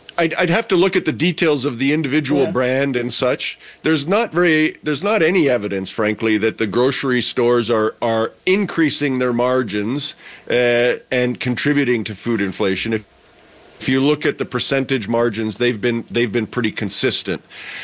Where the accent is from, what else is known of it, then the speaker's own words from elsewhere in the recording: Canada; we are very much creatures of habit as Canadian shoppers.